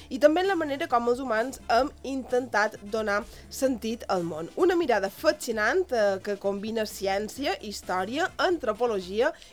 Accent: Mallorca, Balearic Islands, Spain; en el meu poble fan una fira dedicada a les herbes

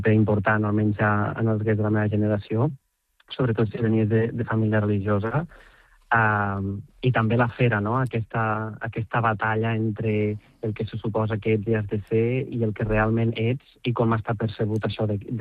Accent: Catalonia, Spain; perquè jo soc de Ponent i hi ha un paisatge de Terra Baixa que em ressona molt

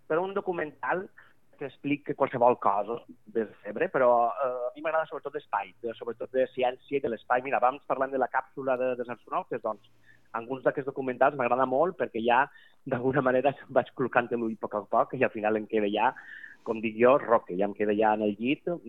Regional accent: Albaida, Valencian Community, Spain; no només del meu poble, sinó tota aquesta contornada de les comarques centrals del País Valencià, és una meravella i convida que passeu per allà. I al meu poble heu de visitar, si aneu al Baida, el Museu Internacional de Titelles

